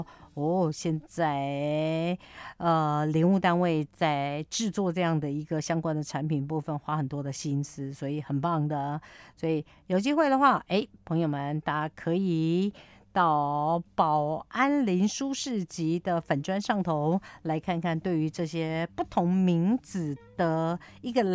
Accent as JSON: {"language": "Chinese", "town": "Hualien City", "region": "Hualien County", "country": "Taiwan", "tie": "born or raised there", "said": "我从小就在美伦地区长大"}